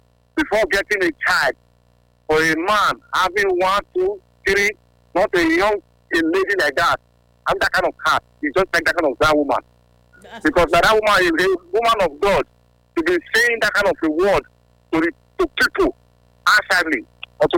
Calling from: Dubai, United Arab Emirates; I'm coming from Dubai.

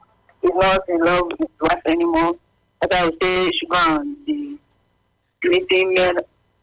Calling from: Dubai, United Arab Emirates; Calling from Dubai.

